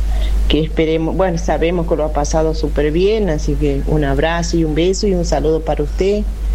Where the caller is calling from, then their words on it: Añatuya, Santiago del Estero, Argentina; Yo soy de Añatuya